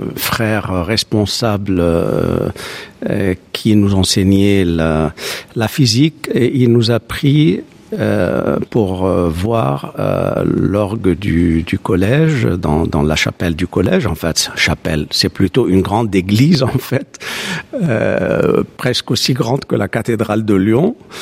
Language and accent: French; Alexandria, Alexandria Governorate, Egypt; also born or lived in Cairo; now in Villeurbanne, France; je suis né au Caire, en fait. Bon, mais on a très vite, on s'est très vite déplacé à Alexandrie, la famille, et j'ai grandi à Alexandrie, au collège Saint-Marc.